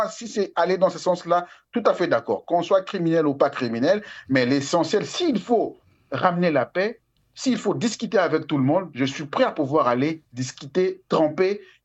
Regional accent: DR Congo; also born or lived in Sankuru / Eastern DR Congo; je suis un Congolais. Je suis une partie du Sankuru et une partie de l'Est du pays. Je suis de là et de l'autre côté un peu swahili. Je suis un Congolais

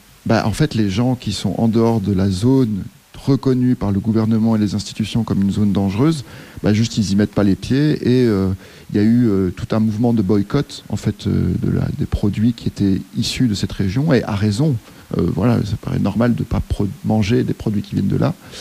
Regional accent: Charleroi, Wallonia, Belgium; Moi, je viens de Charleroi.

